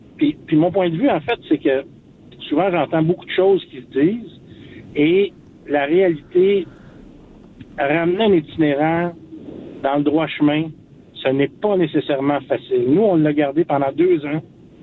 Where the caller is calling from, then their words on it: Quebec, Canada; il y avait un programme à l'hôpital à Longueuil, je viens d'arriver sud de Montréal.